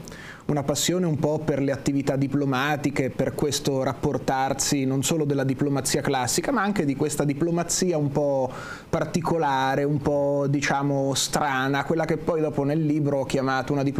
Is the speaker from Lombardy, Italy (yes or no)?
no; Osimo, Marche, Italy; io sono di Osimo